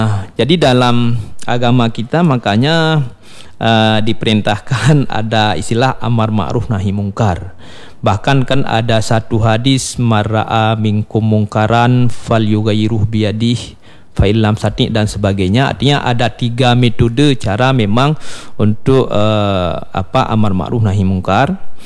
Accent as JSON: {"language": "Indonesian", "town": "Bireuen", "region": "Aceh", "country": "Indonesia", "moved": "yes", "said": "Saya orang Birun, bukan asli orang sini ya."}